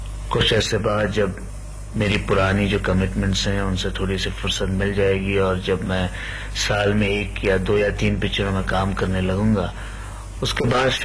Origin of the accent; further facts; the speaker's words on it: Surat, Gujarat, India; میں سورت کا رہنے والا ہوں, گجرات کا.